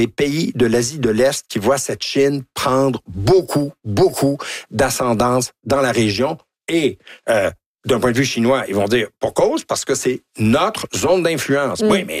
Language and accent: French; Canada; Oui, parce que regardez ce qui se passe.